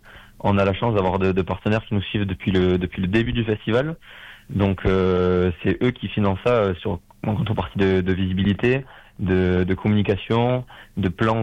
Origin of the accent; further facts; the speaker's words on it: Bagnères-de-Bigorre, Occitanie, France; On est natifs de Bagnères tous les 3.